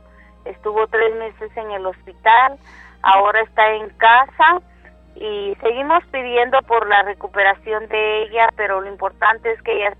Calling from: Reno, Nevada, United States; hablo de Reno, Nevada.

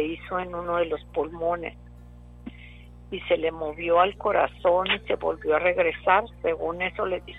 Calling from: Mission, Texas, United States; De Misión.

